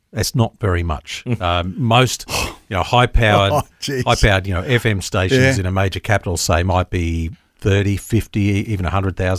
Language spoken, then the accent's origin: English; New South Wales, Australia; born there; I mean, I got to say, I was born in New South Wales, but I go for Queensland.